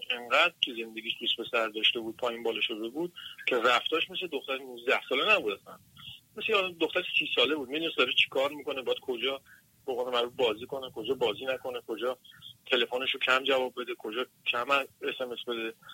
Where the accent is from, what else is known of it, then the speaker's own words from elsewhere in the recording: Iran; moved away; همین که ما خودمونم تو ایران بودیم، تو ایران بزرگ شدم، تو وقتی که اومدم بیرون فکر میکردم آره چه خبر